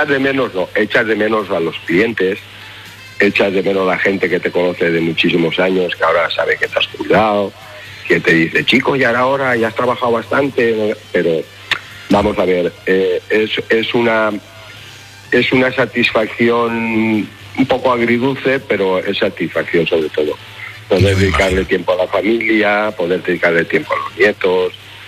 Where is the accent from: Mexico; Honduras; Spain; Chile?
Spain; Gandia, Valencian Community; yo soy de Gandía. Aquí en Gandía, toda la gente de la época aquella, todos los amigos míos